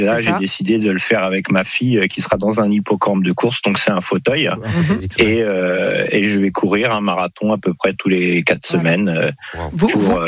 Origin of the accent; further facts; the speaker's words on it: Normandy, France; Alors, on est normand, c'est pour ça qu'on va souvent...